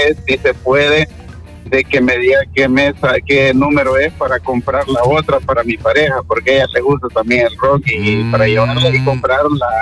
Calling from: San Miguel, El Salvador; Yo soy de Garrobera, de aquí de San Miguel, le estoy llamando.

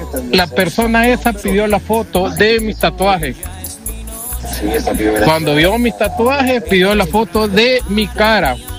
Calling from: El Salvador; mi experiencia como todo salvadoreño

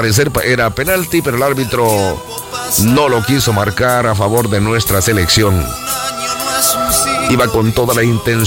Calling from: San Salvador, El Salvador; Buenas noches … de la Escalón.

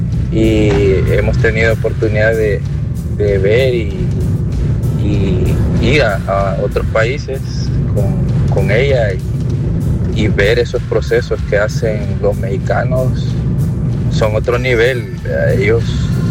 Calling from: El Salvador

